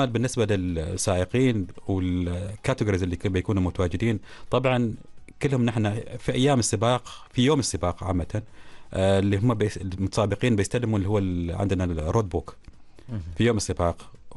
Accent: Oman

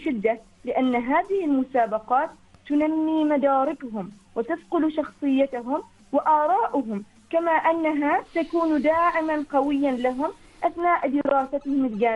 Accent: Oman; نحن أبناء عمان، وبلدنا تستحق أن نرفع رايتها فوق هامات السحاب

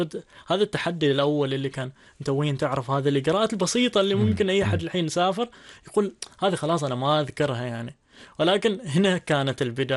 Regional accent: Oman; إحنا كعمانيين

